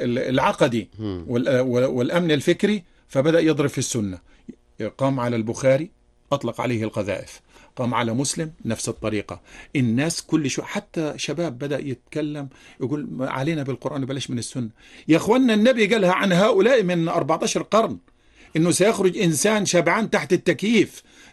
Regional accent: Egypt; بلدنا مصر

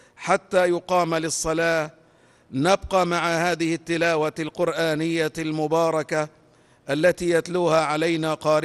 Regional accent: Egypt; بلدنا مصر

